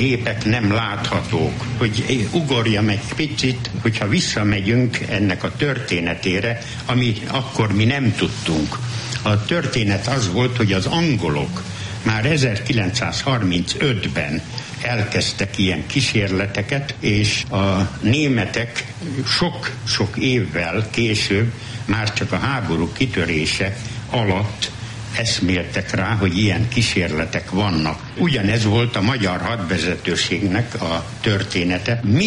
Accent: Hungary; born there; moved away; a kis falunak a tornyára én föl tudnék mászni, ahol én születtem és laktam

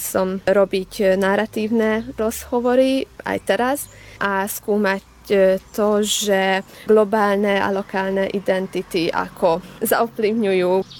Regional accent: Tótkomlós, Békés, Hungary; now in Budapest, Hungary; pochádzam zo slovenského Komloša, teraz bývam v Budapešti

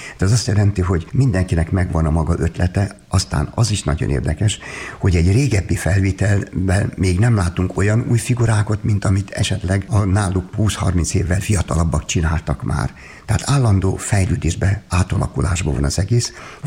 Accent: Hungary; nem csak mi magyarok vagyunk ezen jelen

